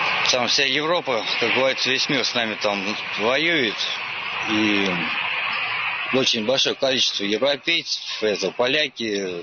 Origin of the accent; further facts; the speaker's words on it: Lipetsk, Lipetsk Oblast, Russia; Да, это Липецк, я своим родным городом.